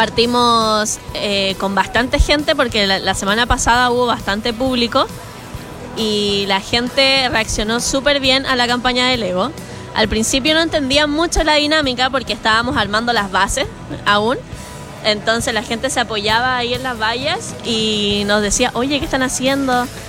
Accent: Iquique, Tarapacá, Chile; Yo soy muy iquiqueña

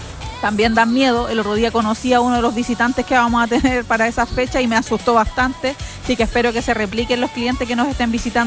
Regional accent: Chile; para que no andemos a última hora como buen chileno

